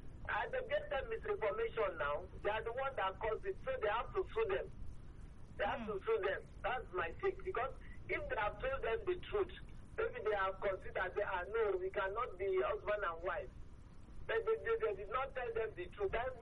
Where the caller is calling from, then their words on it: Ogun, Nigeria; I'm calling from Ogun State.